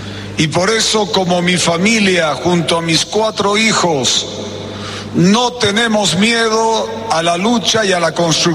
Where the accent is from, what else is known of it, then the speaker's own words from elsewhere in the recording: Bolivia; Aquí todos somos bolivianos, aquí todos somos parte de la misma patria, aquí tenemos todos derecho a salir adelante.